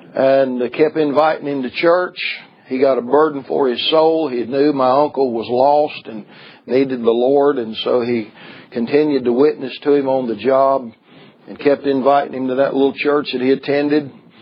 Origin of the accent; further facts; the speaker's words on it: Salisbury, North Carolina, United States; in my hometown of Salisbury, North Carolina